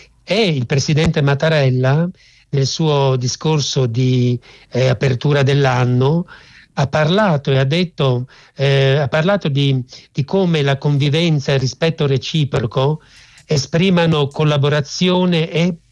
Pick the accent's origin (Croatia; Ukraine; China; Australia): Croatia; Rijeka, Primorje-Gorski Kotar County; now in Italy; Lei deve sapere che io vengo da Rijeka, da Fiume, mio papà è stato esule, quindi diciamo che questa storia io l'ho vissuta sulla pelle.